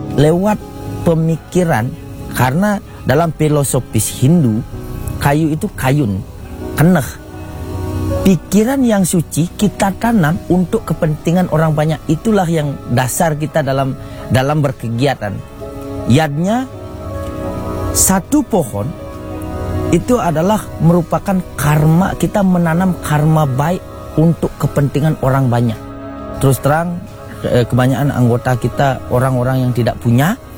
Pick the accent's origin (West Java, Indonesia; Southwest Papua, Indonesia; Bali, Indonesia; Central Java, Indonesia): Bali, Indonesia; kita selaku orang Pedawe